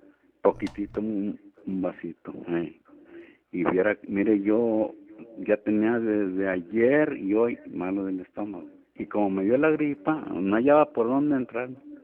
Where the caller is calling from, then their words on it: Zacatecas, Mexico; De acá de Zacatecas, primo